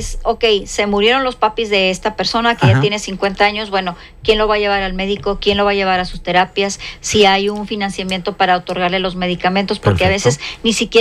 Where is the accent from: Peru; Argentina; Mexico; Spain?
Mexico; Monterrey, Nuevo León; principalmente los regiomontanos, los que sí somos de Monterrey, invitados